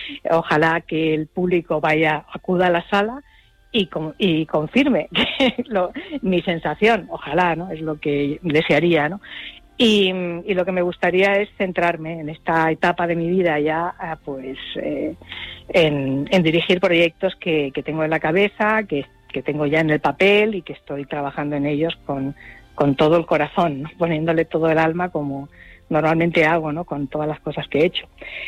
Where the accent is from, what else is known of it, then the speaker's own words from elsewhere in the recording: Valencia, Valencian Community, Spain; born there; Valencia es donde yo nací, o sea que de alguna forma es como de, no sé, como que se tenía que cerrar el círculo